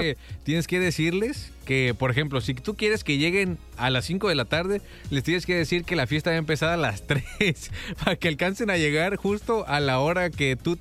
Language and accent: Spanish; Guadalajara, Jalisco, Mexico; yo vengo de la ciudad de Guadalajara